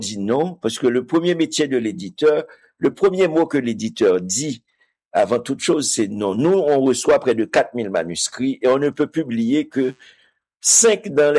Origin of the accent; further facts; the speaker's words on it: Haiti; si c'est moi, en tant qu'haïtien, avait lu et qui devait avoir la responsabilité d'éditer ce texte